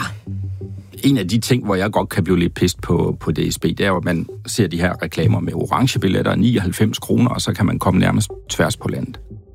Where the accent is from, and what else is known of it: Jutland, Denmark